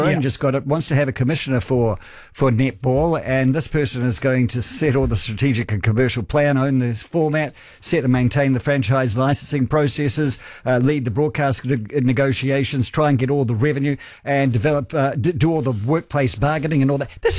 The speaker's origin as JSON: {"language": "English", "country": "United Kingdom", "tie": "born there", "said": "So for me, being a Brit, essentially, because I was born there, I prefer to say data."}